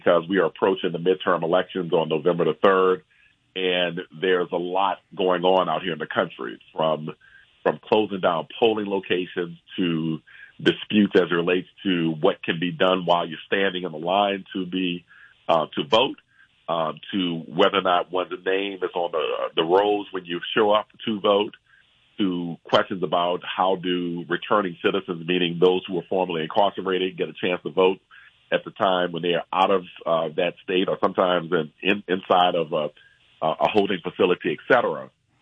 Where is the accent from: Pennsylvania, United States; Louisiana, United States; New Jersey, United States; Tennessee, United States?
Louisiana, United States; New Orleans; So I'm from New Orleans, born and raised in New Orleans. I'm a double bison, Howard University, undergrad Howard University School of Law. And I continue to be based in Louisiana, New Orleans, Louisiana.